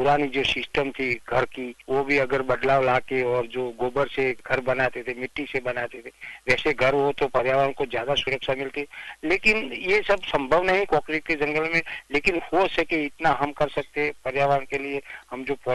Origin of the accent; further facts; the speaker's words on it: Patan district, Gujarat, India; born there; now in Ahmedabad, India; मैं रहता हूँ अहमदाबाद और मेरा गांव का नाम है डेर, तहसील जिला पाटन।